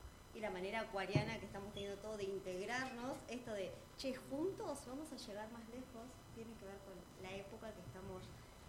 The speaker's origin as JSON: {"language": "Spanish", "country": "Argentina"}